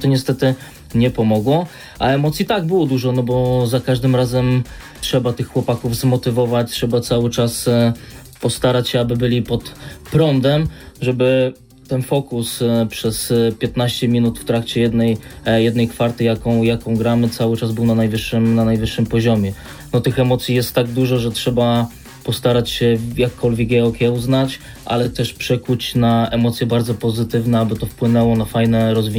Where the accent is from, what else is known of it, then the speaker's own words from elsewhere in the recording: Cieszyn, Silesian Voivodeship, Poland; Ja natomiast jestem Ślązakiem, pochodzę z Cieszyna